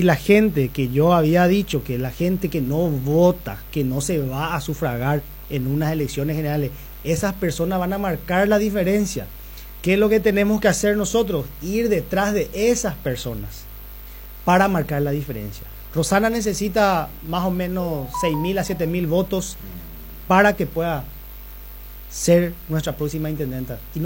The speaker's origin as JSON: {"language": "Spanish", "town": "Coronel Oviedo", "region": "Caaguazú", "country": "Paraguay", "said": "Yo soy un producto de Coronel Oviedo"}